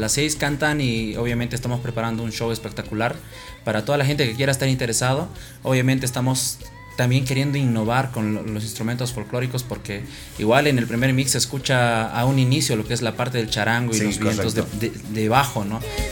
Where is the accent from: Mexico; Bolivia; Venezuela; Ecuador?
Bolivia; nosotros somos bolivianos y vamos a morir bolivianos.